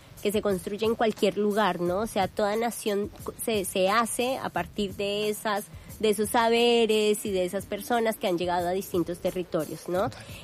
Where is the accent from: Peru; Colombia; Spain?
Colombia; Bogotá; moved away as an adult; now in Buenos Aires, Argentina; Yo vengo de la ciudad de Bogotá, que es un clima también muy loco.